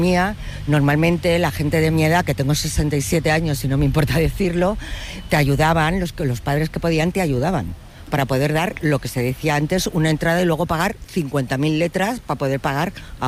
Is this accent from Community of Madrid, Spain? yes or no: yes; Madrid, Community of Madrid, Spain; yo no provengo de este barrio, vengo de un barrio de Pueblo Nuevo, al lado de, en Ciudad Lineal, que es un barrio normal y corriente